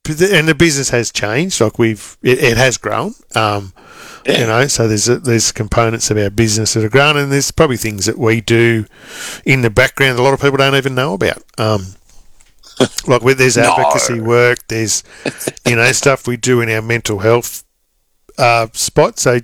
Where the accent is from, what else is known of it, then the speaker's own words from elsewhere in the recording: Evans Head, New South Wales, Australia; moved away; Well, technically our shire, like we're from Evans Head, but it's Casino Shire.